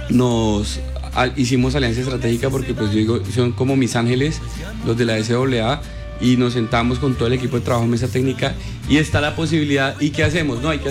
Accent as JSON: {"language": "Spanish", "town": "Rivera", "region": "Huila", "country": "Colombia", "tie": "born or raised there", "also_born_or_lived": "San Vicente del Caguán"}